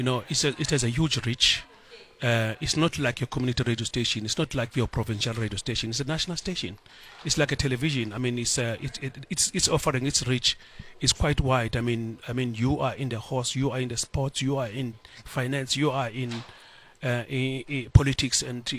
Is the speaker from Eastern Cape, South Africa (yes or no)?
yes; Eastern Cape, South Africa; I grew up in the Eastern Cape also myself in the rural. I've never knew this thing was a profession.